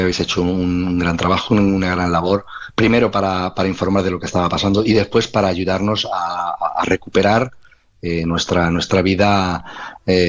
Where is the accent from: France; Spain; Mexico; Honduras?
Spain; Castile and León; Nosotros, los que somos de Navalonga, navalongueños, hablo de mi pueblo ahora